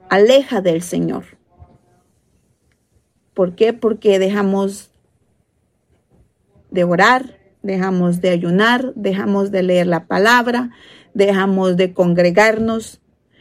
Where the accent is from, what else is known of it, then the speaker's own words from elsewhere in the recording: El Salvador; moved away as an adult; now in United States; Cuando yo vine de El Salvador a mis 19 años